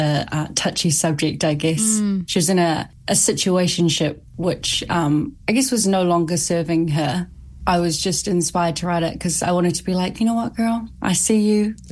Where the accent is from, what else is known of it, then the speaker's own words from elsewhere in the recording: Wellington, New Zealand; I am from Te Whanganui Atara.